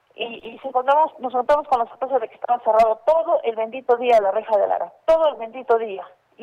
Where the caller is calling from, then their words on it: Socabaya, Arequipa, Peru; Soy una vecina de Socabaya. Específicamente vivo por el sector de Bellapampa y Villa Los Ángeles.